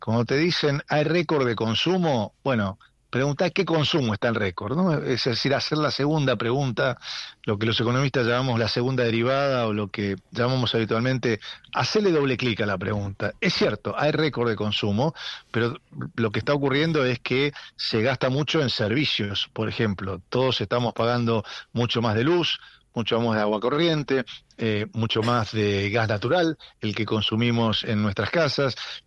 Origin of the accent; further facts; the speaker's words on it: Argentina; como argentino y desde la Argentina